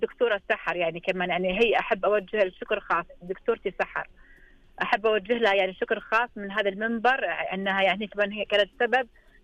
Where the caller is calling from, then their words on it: Saudi Arabia; وانا سعوديه